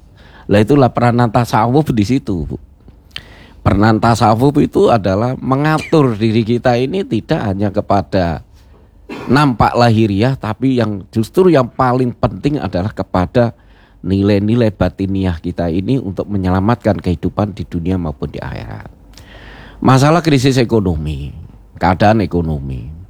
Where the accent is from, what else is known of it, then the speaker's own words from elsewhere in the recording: Malang, East Java, Indonesia; now in Tanjung Pinang, Indonesia; saya kebetulan saya ini tinggal, apa, asli saya orang Jawa dari Malang.